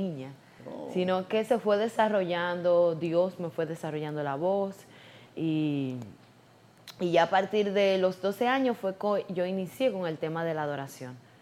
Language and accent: Spanish; Los Alcarrizos, Santo Domingo, Dominican Republic